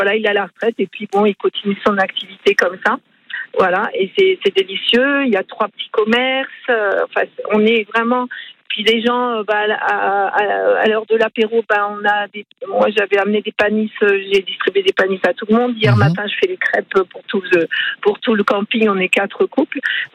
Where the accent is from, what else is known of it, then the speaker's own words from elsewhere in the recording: Orléans, Centre-Val de Loire, France; now in Marseille, France; Je suis d'Orléans, je ne suis pas du Sud. Donc, ça fait 26 ans qu'on est à Marseille